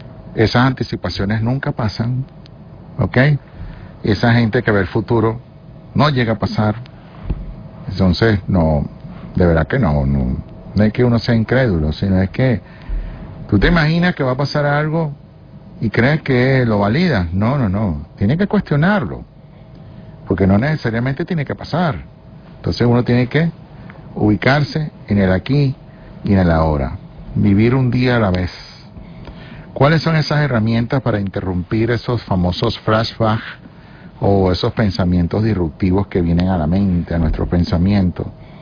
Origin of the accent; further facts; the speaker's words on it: Venezuela; Así somos, la juventud, todo, toda Venezuela. Así somos los venezolanos.